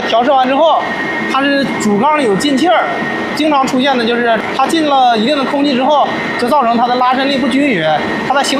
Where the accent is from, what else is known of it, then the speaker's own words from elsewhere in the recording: China; 我们中国人还是比较大方的